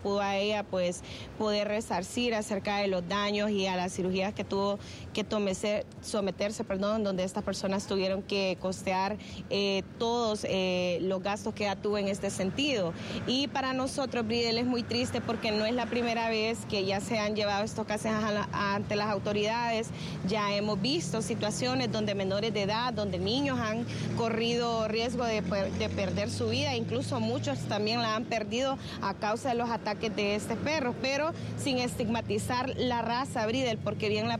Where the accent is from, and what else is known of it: Honduras